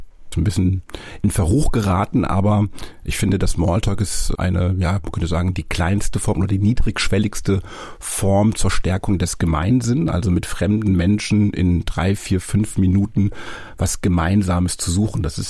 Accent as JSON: {"language": "German", "region": "Lower Saxony", "country": "Germany", "said": "ich würde als Norddeutscher sagen oder als Ostfriese sagen"}